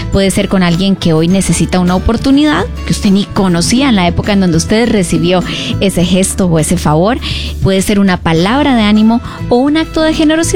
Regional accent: Costa Rica; se está en Costa Rica y que está mi tierra.

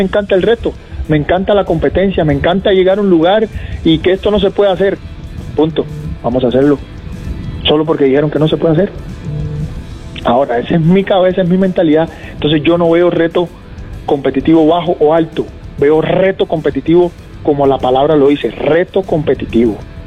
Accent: Cuba; moved away; viniendo yo como primer cubano

